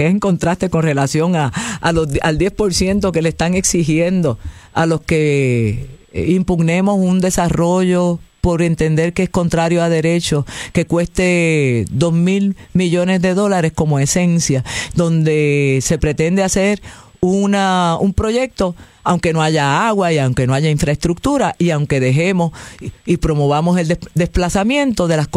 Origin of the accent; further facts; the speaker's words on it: Puerto Rico; yo, como puertorriqueña